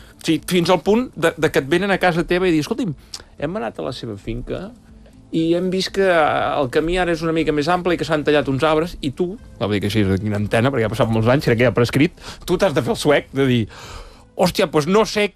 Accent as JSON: {"language": "Catalan", "town": "Banyoles", "region": "Catalonia", "country": "Spain", "said": "Jo sóc de Banyoles, i a Banyoles hi ha demanda per fer vinya, i no s'autoritza terreny per fer vinya."}